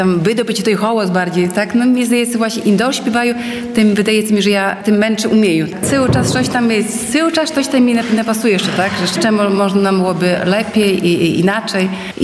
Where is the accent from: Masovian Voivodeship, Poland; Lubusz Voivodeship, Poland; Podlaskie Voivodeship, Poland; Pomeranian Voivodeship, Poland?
Podlaskie Voivodeship, Poland; Łosinka; ja na przykład dojeżdżaję z Hajnówki, ale pochodzę z Łosinki i też jakby, no, związana no, sercem z Łosinką, tak, bo tutaj wychowała się, tutaj chodziła do szkoły, tutaj rodzice żyli